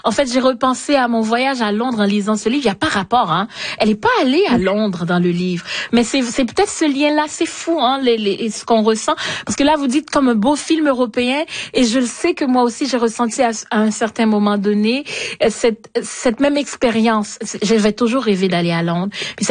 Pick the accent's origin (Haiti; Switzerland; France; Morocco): Haiti; parce que moi, même si je viens d'Haïti